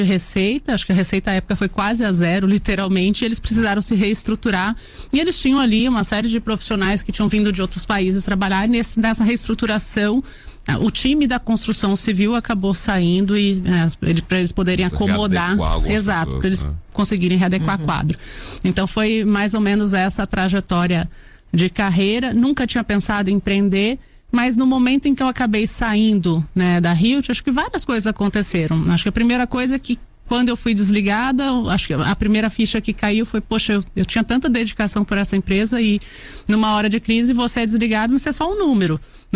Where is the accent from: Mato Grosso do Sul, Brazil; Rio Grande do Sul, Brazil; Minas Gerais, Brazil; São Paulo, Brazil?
Mato Grosso do Sul, Brazil; Corumbá; born there; tinha ali uma pequena lanchonete na cidade onde eu morava, onde eu nasci, que é Corumbá.